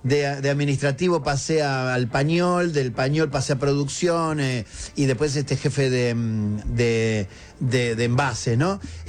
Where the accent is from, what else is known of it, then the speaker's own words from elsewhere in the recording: Munro, Buenos Aires Province, Argentina; En cuarto y quinto año del Esteban Echeverría de Munro, porque yo soy de Munro